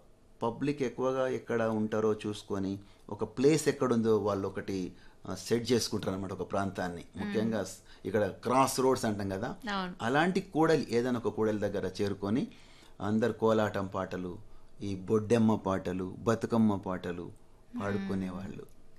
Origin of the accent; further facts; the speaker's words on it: Remaddula, Telangana, India; అందుకని ముఖ్యంగా మా ఊర్లో, మాది పాలమూరు జిల్లా కొల్లాపూర్ తాలూకా రేమద్దుల గ్రామం, అక్కడ మా ఊర్లో ఈ శ్రమను మర్చిపోవడానికి